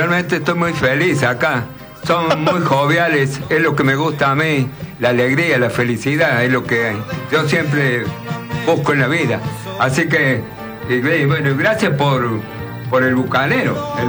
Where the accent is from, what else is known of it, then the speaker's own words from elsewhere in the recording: Río Segundo, Córdoba, Argentina; born there; Yo soy del pueblo de Río Segundo.